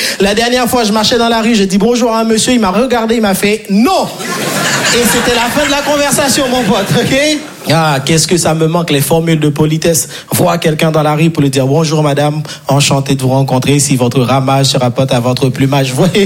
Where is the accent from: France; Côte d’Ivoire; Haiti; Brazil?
Haiti; Moi, je viens de Haïti.